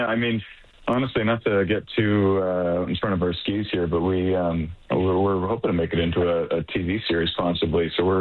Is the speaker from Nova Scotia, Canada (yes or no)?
no; Edmonton, Alberta, Canada; separatism has been something that I know Drew and I both have been like reading about since we were kids growing up in Edmonton.